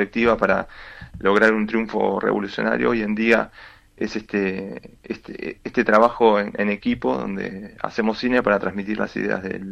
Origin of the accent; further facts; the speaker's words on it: Argentina; now in Buenos Aires, Argentina; Yo soy argentino y vivo acá, en Buenos Aires